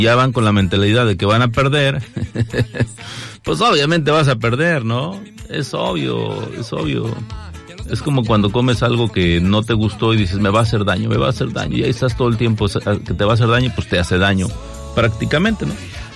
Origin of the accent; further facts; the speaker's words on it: Mexico; como buen mexicano futbolero de barrio, ¿no? De pueblo